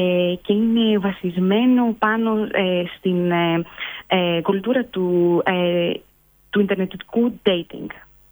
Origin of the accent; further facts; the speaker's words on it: Crete, Greece; Εγώ μόλις ολοκλήρωσα μία περιοδία εδώ στην Κρήτη, στην πατρίδα μου